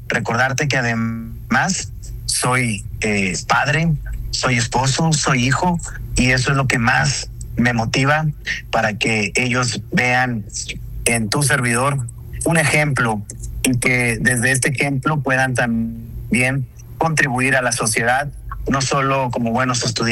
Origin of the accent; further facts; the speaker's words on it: Sonora, Mexico; como sonorense, como ciudadano del estado de Sonora